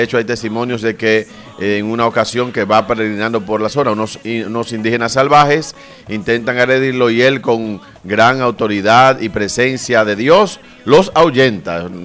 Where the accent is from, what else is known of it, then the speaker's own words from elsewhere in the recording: Dominican Republic; ¿sabes lo montados que somos los dominicanos?